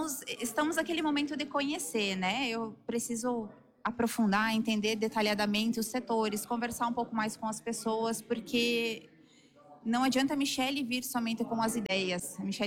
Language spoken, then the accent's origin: Portuguese; Santa Catarina, Brazil; moved away as an adult; now in Espumoso, Brazil; Venho, né, como você falou, de outro estado, né, sou natural de Santa Catarina